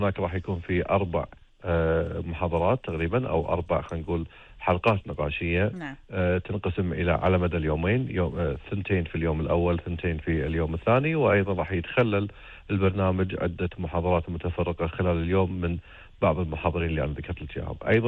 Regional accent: Kuwait; عندنا في الكويت

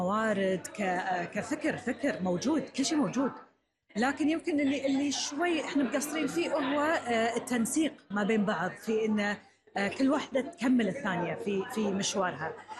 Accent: Kuwait; كمرأة كويتية

